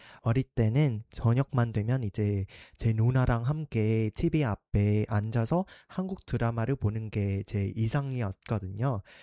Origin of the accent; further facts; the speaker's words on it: Vietnam; Korean is a second language; moved away as an adult; now in South Korea; 저는 베트남에서 온